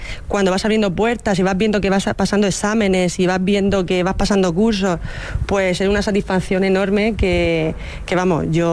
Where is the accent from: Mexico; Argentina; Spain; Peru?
Spain; Cartagena, Region of Murcia; tengo 35 años, soy más de Cartagena que el asiático, o sea, soy de aquí total.